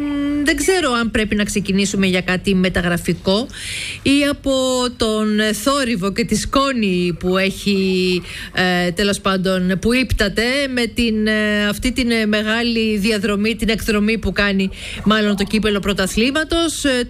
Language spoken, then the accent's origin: Greek; Aigio, Western Greece, Greece; Αίγιο είναι η ιδιαίτερη πατρίδα μου, η πατρίδα του μπαμπά μου. Οπότε πηγαίνω στην Αίγιο.